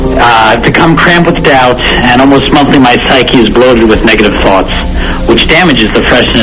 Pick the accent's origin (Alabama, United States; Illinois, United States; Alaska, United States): Alabama, United States; now in Massachusetts, United States; I'm originally from Alabama.